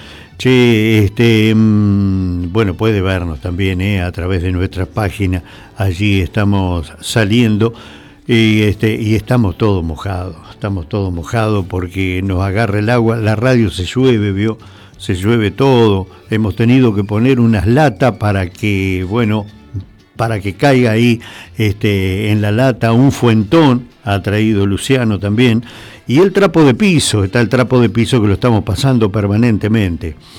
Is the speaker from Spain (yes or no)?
no; Argentina